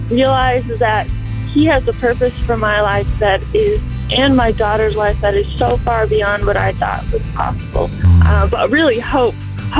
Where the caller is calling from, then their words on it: Kansas City, Missouri, United States; From Kansas City, Missouri.